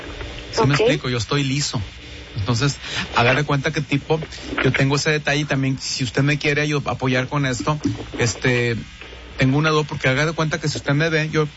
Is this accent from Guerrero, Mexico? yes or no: no; Saltillo, Coahuila, Mexico; también ya en el acta, como yo vengo de Saltillo, ya tengo nombre de mujer, ¿verdad?